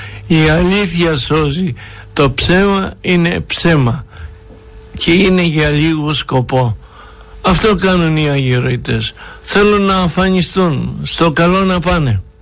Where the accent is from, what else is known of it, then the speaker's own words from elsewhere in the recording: Greece; Εμείς είμαστε Έλληνες μέχρι το κόκαλο.